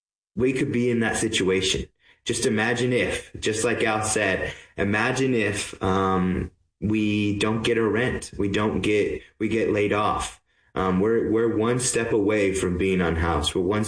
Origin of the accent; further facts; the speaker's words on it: Montana, United States; I'm originally from Montana. My parents grew up here and they moved before our the children. My siblings were born. I moved here 7 years ago now